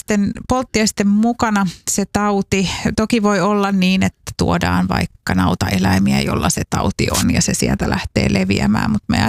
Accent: Saarijärvi, Central Finland, Finland; mähän olen Saarijärveltä kotoisin.

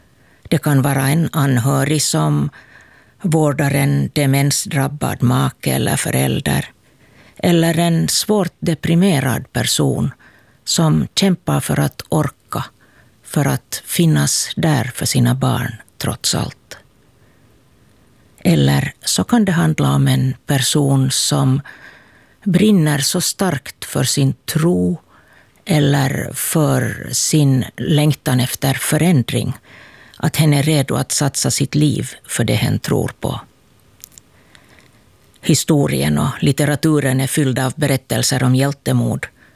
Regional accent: Kauniainen, Uusimaa, Finland; och jag kommer från Grankulla.

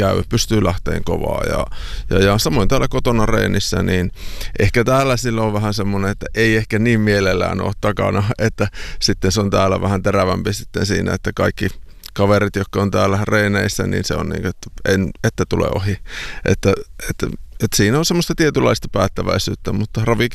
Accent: Kaukonen, Lapland, Finland; pitäisi kotikylällä lopettaa, mistä minä olen aluviimein kotoisin, niin kaukosesta syntyjään

